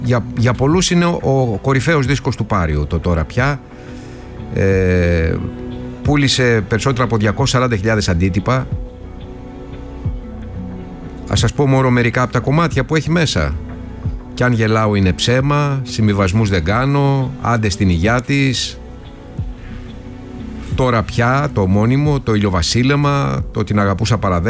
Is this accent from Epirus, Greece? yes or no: yes; Arta, Epirus, Greece; born there; Καλά, εγώ γεννήθηκα στην Άρτα και.